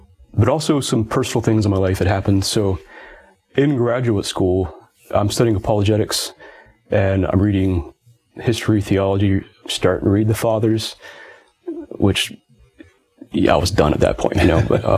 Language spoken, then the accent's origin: English; United States; But also I'm extremely American.